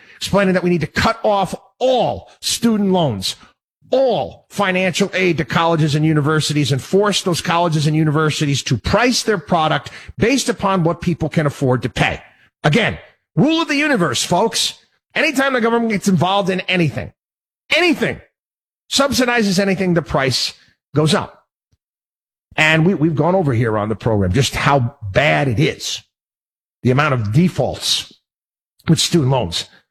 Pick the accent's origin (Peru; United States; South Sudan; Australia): United States; Albany, New York; born or raised there